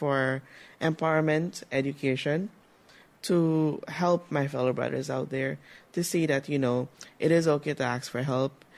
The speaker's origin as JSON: {"language": "English", "region": "Berbice", "country": "Guyana", "said": "I am 30 years old. I'm from Barbies, a proud Barbiesian."}